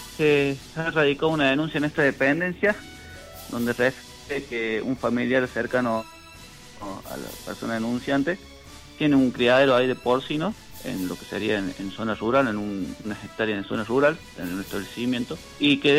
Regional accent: Oliva, Córdoba, Argentina; now in Hernando, Argentina; yo soy nativo de Oliva

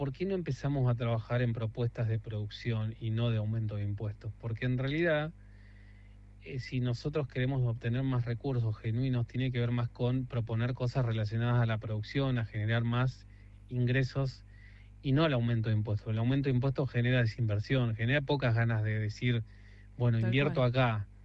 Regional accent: Tierra del Fuego, Argentina; La pesca en nuestra provincia tiene un potencial enorme

